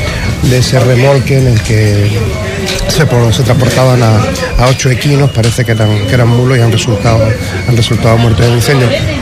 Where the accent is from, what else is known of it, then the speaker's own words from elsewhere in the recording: Huelva, Andalusia, Spain; also born or lived in Madrid / Aroche; Y yo tener esa sangre serrana, esa sangre arochena, lo llevo muy, muy, muy, muy a gala. Pero criado, bueno, fuera de Huelva hasta los 6 años en Madrid. Y después en Huelva capital, pero con crianza en nuestra querida sierra, nuestra hermosa sierra, nuestra preciosa sierra.